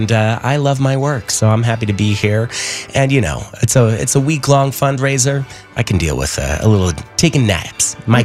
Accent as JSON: {"language": "English", "region": "Washington", "country": "United States", "moved": "yes", "said": "people like Jeff from my home state of Washington."}